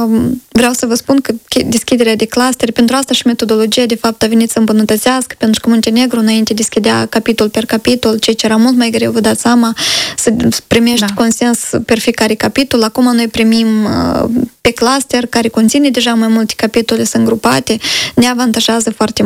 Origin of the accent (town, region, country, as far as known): Moldova